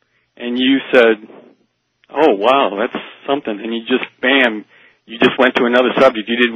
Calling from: Iowa, United States; from Iowa.

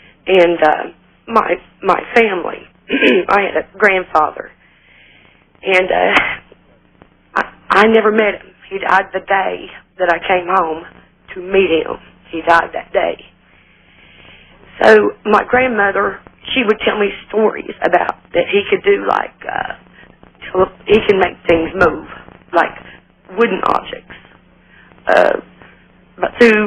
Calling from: Fort Smith, Arkansas, United States; I'm calling from Fort Smith, Arkansas.

